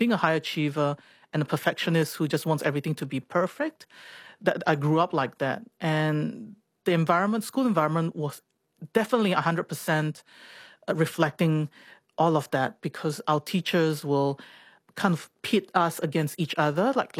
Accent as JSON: {"language": "English", "country": "Singapore", "tie": "born or raised there", "said": "church is something that I grew up in Singapore. And maybe perhaps when I was a kid, it was felt like more like obligation that I had to go to church, because my parents went on Sundays."}